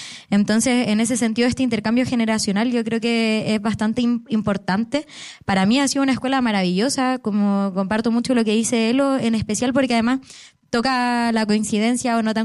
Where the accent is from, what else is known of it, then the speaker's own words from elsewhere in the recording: Paine, Santiago Metropolitan Region, Chile; Yo soy de Paine. Me crié y me estudié en un colegio donde toda la vida nunca existió un centro de estudiantes.